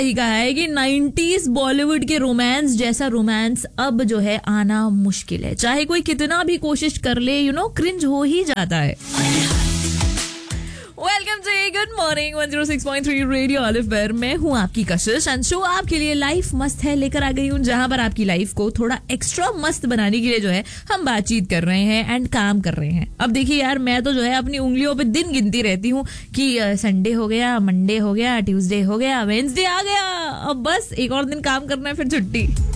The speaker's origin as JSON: {"language": "Hindi", "town": "Bhopal", "region": "Madhya Pradesh", "country": "India", "said": "जैसे कि आपको पता है कि मैं भोपाल से हूँ, एंड अगर आप अपना शहर स्क्रीन पे देख लो तो आपकी आंखों से आंसू आ ही जाते हैं।"}